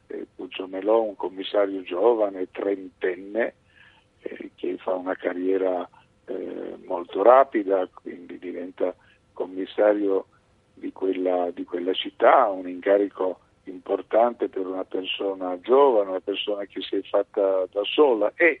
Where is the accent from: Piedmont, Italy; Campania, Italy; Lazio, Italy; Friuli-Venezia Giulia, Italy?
Piedmont, Italy; essendo piemontese di quella generazione, nato nel 48, si parlava ancora piemontese, quindi con i piemontesi della mia generazione io continuo a parlare quella lingua